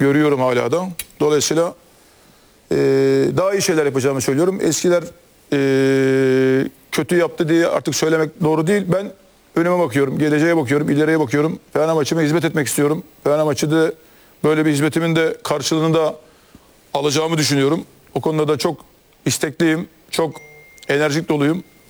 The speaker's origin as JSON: {"language": "Turkish", "region": "Istanbul", "country": "Turkey", "tie": "born or raised there", "said": "Sokaklarda büyüdük. Sokaklardan geldik. Sokaklardan ticaret yaparaktan ben buralara geldim. Kasımpaşa'nın bir evladıyım. Kasımpaşa'da doğdum."}